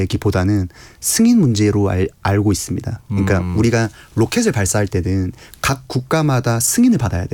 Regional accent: Ulsan, South Korea; moved away; 제가 고향이 울산이기 때문에.

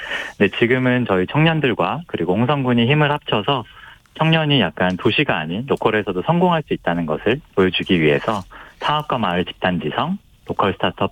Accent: Seoul, South Korea; moved away as an adult; now in Hongseong, South Korea; 저는 서울에서 이태원에서 태어난

